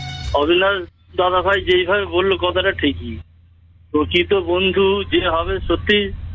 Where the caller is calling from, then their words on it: West Bengal, India; আমরা এই পশ্চিমবঙ্গের মানুষ